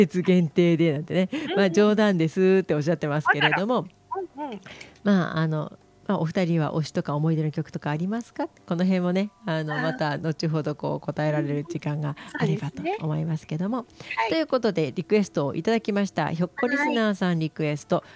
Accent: Koshigaya, Saitama, Japan; 海のない埼玉県越谷市で生まれ育った私は海に憧れてました。

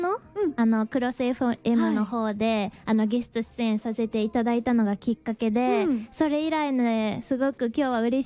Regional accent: Osaka, Japan; born there; accent: Kansai dialect; 私も一応大阪生まれで、お母さんは京都なんですけども。

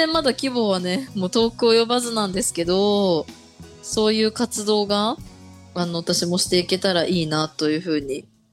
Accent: Nagoya, Aichi, Japan; 私地元が愛知県名古屋なんですけど

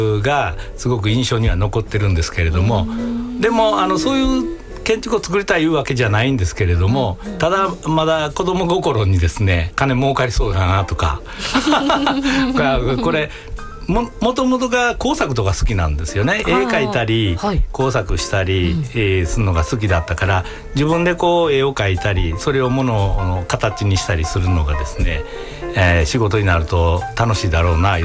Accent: Osaka, Japan; born there; 僕大阪で生まれてるんですけれども、はい、両親が淡路島の海辺の出身なんですね。

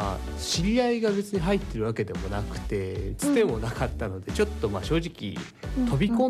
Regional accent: Tokyo, Japan; born or raised there; moved away

